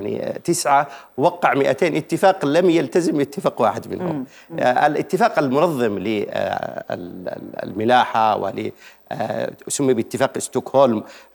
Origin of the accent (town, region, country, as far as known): Yemen